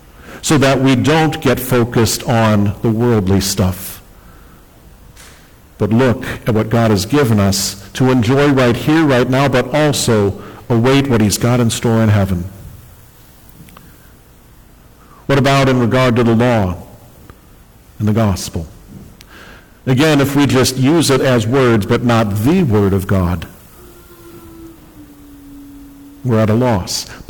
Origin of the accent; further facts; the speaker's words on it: United States